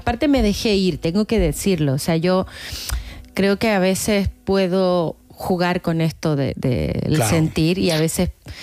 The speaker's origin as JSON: {"language": "Spanish", "town": "Viña del Mar", "region": "Valparaíso", "country": "Chile", "tie": "born or raised there", "said": "Es que sabes que yo soy de Viña del Mar, o sea, soy de esa ciudad"}